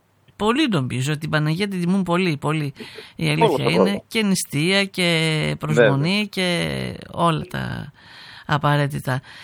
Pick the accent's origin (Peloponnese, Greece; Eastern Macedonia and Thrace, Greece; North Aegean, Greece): Eastern Macedonia and Thrace, Greece; Didymoteicho; το μυαλό μου ήταν στην πόλη μου